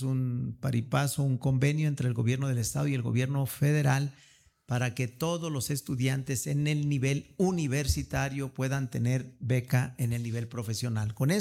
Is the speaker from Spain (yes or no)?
no; Zacatecas, Mexico; quienes hemos vivido mucha historia, que lo somos muchos zacatecanos.